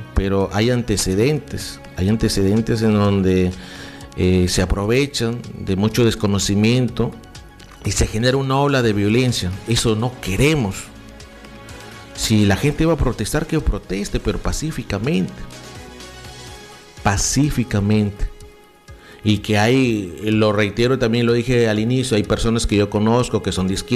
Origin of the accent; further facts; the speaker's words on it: Peru; Somos peruanos